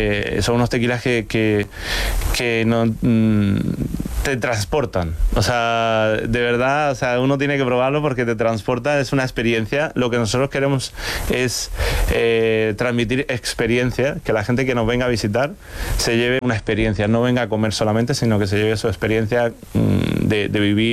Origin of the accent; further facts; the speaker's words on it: Spain; yo siempre digo, soy español, pero yo creo que tengo corazón latino